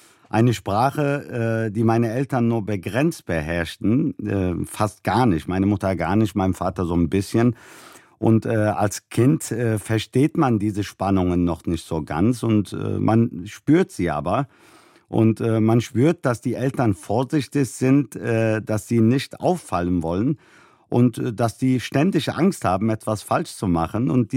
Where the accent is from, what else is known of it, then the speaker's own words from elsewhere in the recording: Cologne, North Rhine-Westphalia, Germany; meine Geschichte beginnt in Köln-Mühlheim in einer Arbeiterfamilie mit türkischer Migrationsgeschichte.